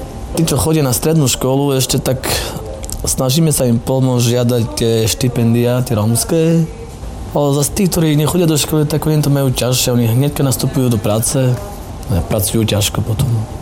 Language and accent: Slovak; Prešov Region, Slovakia; vystúpenie u nás v Lomnici, mali sme Dni obce